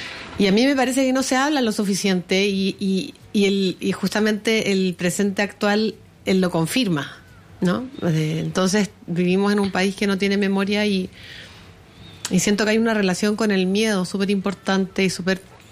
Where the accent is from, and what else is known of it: Chile